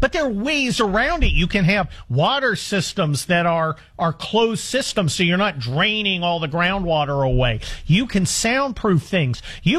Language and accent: English; San Mateo, California, United States; I grew up right around Silicon Valley out in San Mateo, California, but I was not a tech bro.